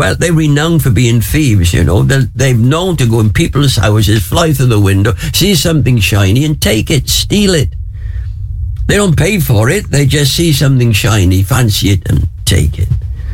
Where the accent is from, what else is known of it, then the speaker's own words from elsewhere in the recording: Wales, United Kingdom; When I was growing up in Wales, we'd go up into the mountain.